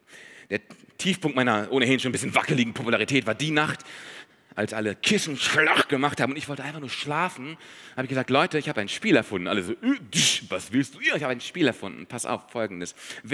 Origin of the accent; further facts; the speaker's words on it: Hanover, Lower Saxony, Germany; Ich würde Ihnen einfach total gerne ein paar Fotos zeigen aus meiner Kindheit in Hannover.